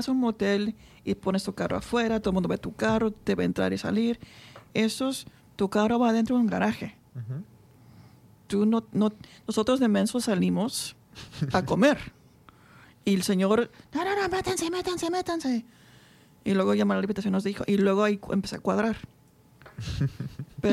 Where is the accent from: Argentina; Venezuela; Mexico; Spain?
Mexico; yo soy súper orgullosa de México cuando por ley dio derecho a parejas de mismo sexo casarse. Y ahora. Uh-huh. Y México, igual que los demás, somos súper católicos.